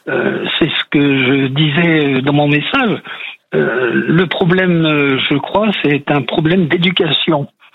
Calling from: Hauts-de-France, France

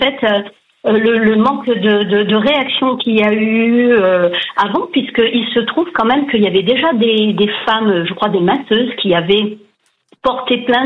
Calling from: Provence-Alpes-Côte d'Azur, France; Des Alpes-Maritimes.

